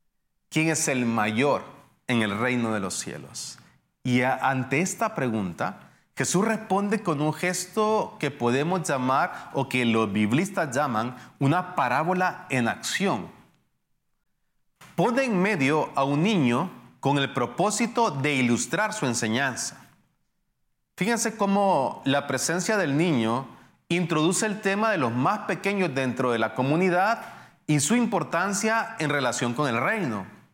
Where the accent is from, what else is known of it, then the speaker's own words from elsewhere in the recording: Honduras; es la historia de cuando estaba pequeño, cuando era un niño, y se me empezaron a caer los dientes. En mi país, aquí en Honduras